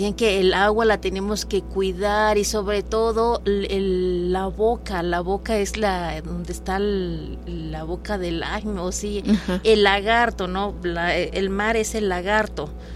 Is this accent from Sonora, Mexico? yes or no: no; Palmital, Veracruz, Mexico; Yo soy de Palmital, pertenece sí. a Tantuyuca.